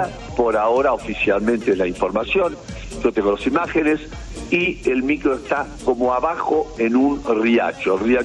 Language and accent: Spanish; Argentina; casi todos tenemos una sangre española, por supuesto somos muy argentinos